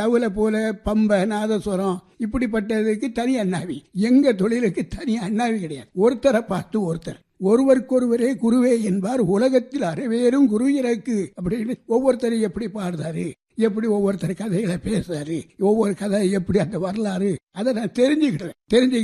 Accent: Tamil Nadu, India; now in Vadakkankulam, India; எனது சொந்த ஊர் தென்காசி அருகிலே இருக்கின்ற மேலகரம் சிந்தாமணி. இப்போ இருப்பது வடக்கன்குளம்.

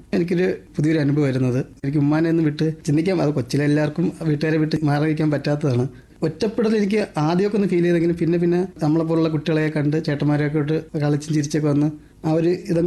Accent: Varkala, Kerala, India; born or raised there

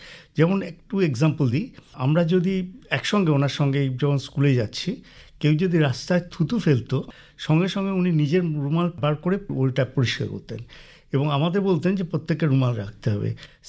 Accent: Tribeni, West Bengal, India; আমার জন্ম হচ্ছে 1956-এ ফেব্রুয়ারি মাসে ত্রিবেণী টিস্যুতে, যেটা হচ্ছে ত্রিবেণী শহর থেকে 2 কিলোমিটার দূরে ত্রিবেণী টিস্যু পেপার মিলে, সেখানে কোয়ার্টারে আমার জন্ম।

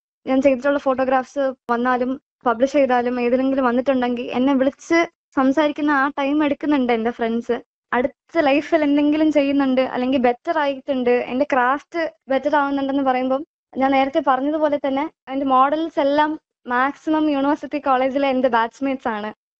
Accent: Tamil Nadu, India; Malayalam is a second language; ഞാൻ തമിഴ്നാട്ടിൽ നിന്നാണ് ഇവിടെ പഠിക്കാൻ വന്നത്.

